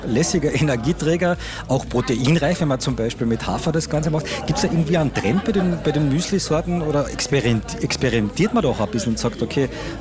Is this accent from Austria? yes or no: yes; Eberndorf, Carinthia, Austria; Jetzt sind zwei gebürtige Eberndorfer unter sich.